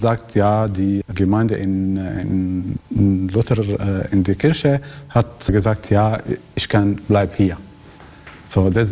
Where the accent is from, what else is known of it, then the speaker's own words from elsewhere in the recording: Syria; German is a second language; now in Germany; dass wenn ich gehe zurück nach Ungarn vielleicht schickt mir nach meiner Heimat, nach Syrien.